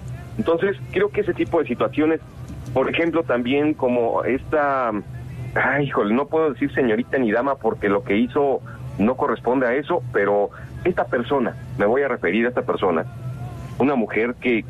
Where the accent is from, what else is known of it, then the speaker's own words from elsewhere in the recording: Mexico; Nos falta mucho como mexicanos